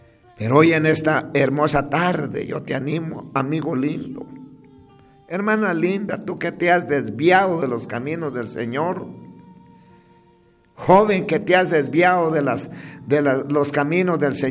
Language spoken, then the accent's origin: Spanish; Guatemala